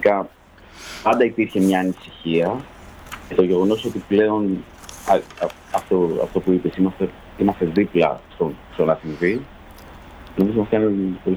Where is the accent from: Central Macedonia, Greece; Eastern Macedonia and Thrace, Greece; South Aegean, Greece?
South Aegean, Greece; Rhodes; moved away as an adult; also born or lived in Karpathos; now in London, United Kingdom; Είμαι από την Κάρπαθο, η μητέρα μου είναι από την Κάρπαθο. Έχω μεγαλώσει στη Ρόδο, αλλά έχω σπουδάσει και μένω στο Λονδίνο πάρα πολλά χρόνια.